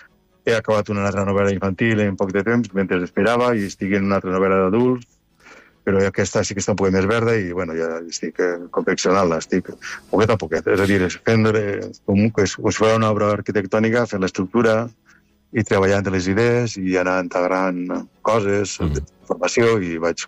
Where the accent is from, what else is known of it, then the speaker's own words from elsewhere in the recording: Agullent, Valencian Community, Spain; also born or lived in Ontinyent; now in Canals, Spain; Jo sóc d'Agullent, ho sabeu massa bé, visc a Canals i he treballat tota la vida en Ontinyent.